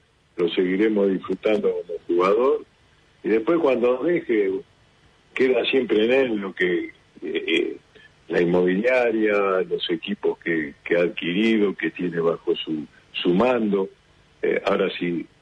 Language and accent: Spanish; Buenos Aires, Argentina; No, digo, nací en el Pirovano, y siempre estuve en capital